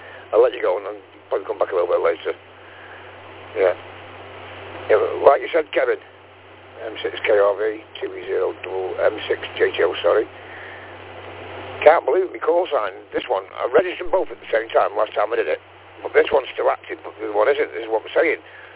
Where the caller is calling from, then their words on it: Stoke-on-Trent, West Midlands, United Kingdom; Well, my location, I'm on the handheld, just like you. I'm sitting on Malcop, Staffordshire, Stoke-on-Trent.